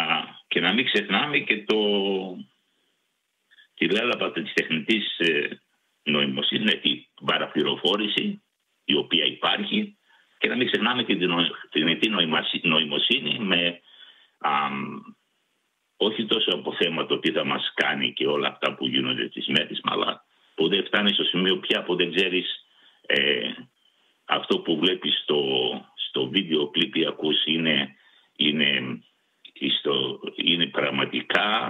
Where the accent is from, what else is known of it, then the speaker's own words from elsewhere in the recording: Greece; now in Australia; επειδή εμείς είμαστε Έλληνες και ακούμε το ελληνικό πρόγραμμα